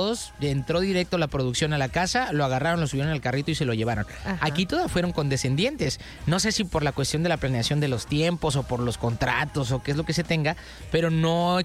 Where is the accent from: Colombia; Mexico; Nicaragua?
Mexico